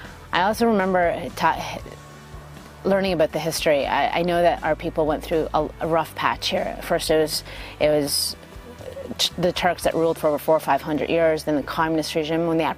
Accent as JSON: {"language": "English", "town": "Toronto", "region": "Ontario", "country": "Canada", "tie": "born or raised there", "said": "However, me and my sisters were born and raised in Canada, Toronto, Ontario."}